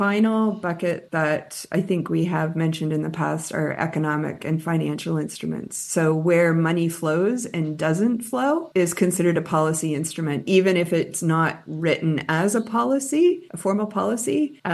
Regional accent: Fredericton, New Brunswick, Canada; my hometown of Fredericton

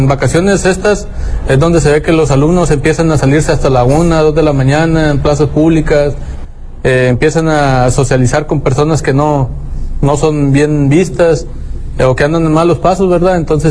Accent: Mexico

